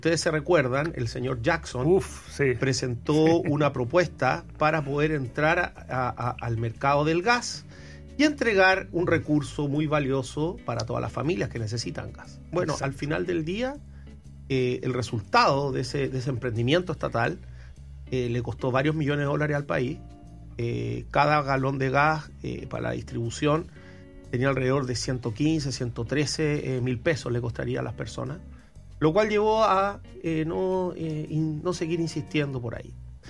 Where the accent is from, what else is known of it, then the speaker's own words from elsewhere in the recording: Chile; todos nosotros como chilenos